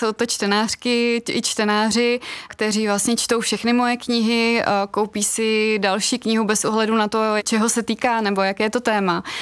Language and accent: Czech; České Budějovice, South Bohemian Region, Czechia; now in Brno, Czechia; my Brňáci, já se teďka taky považuji už jako za Brňáka, mám tam trvalé bydliště, ale zároveň srdcem jsem pořád Budějčák.